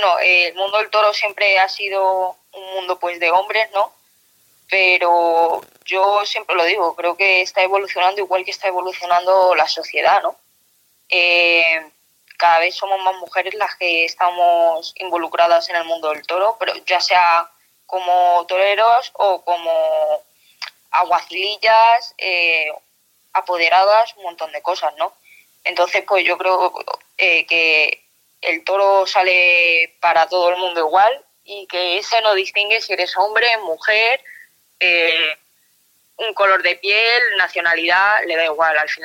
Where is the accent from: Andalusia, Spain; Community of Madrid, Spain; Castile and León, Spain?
Community of Madrid, Spain; Madrid; Pues sí, la verdad, pues como he dicho antes, soy de Madrid y bueno, la verdad es que creo que todos los madrileños nos tenemos que sentir súper orgullosos, ¿no?